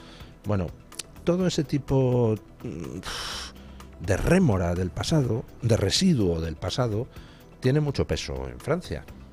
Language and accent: Spanish; Spain; nosotros como españoles